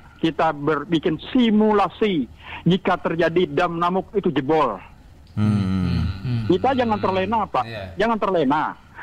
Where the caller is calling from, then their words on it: East Kalimantan, Indonesia; kami orang Dayak